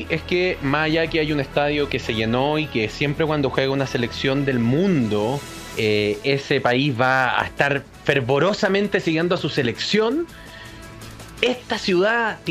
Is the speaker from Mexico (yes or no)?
no; Chile